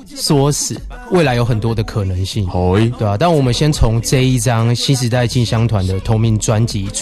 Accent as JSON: {"language": "Chinese", "region": "Yilan County", "country": "Taiwan", "said": "我们来自不同的县市，像我是宜兰嘛"}